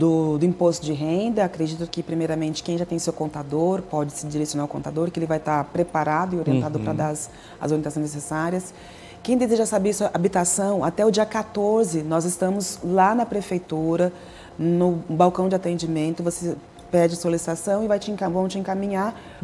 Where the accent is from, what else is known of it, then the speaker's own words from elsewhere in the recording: Campinas, São Paulo, Brazil; now in Juína, Brazil; Eu que sou de fora, que sou de Campinas, e escolhemos ficar em Juína.